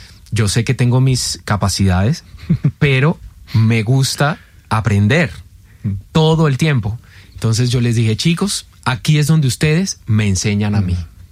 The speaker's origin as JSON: {"language": "Spanish", "region": "Camagüey", "country": "Cuba"}